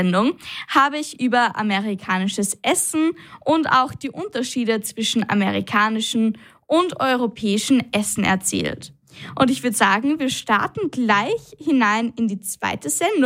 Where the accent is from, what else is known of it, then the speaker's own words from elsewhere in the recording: Austria; aber bei uns in Österreich ist es ja so, zumindest bei uns im Gymnasium, dass wir immer Herr Professor, Frau Professor sagen müssen.